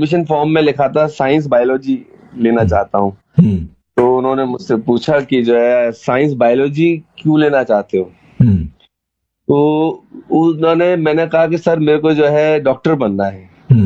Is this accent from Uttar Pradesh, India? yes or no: yes; Mathura, Uttar Pradesh, India; born there; फिर six seventh class से हम लोगों ने मथुरा शिफ्ट हो गए। हम लोग फिर मेरा उसके बाद की सारी एजुकेशन मथुरा में हुई।